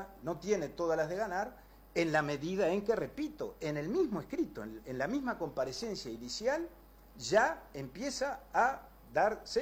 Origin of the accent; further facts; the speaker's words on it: Uruguay; Nosotros somos uruguayos y además somos gobernantes del Uruguay.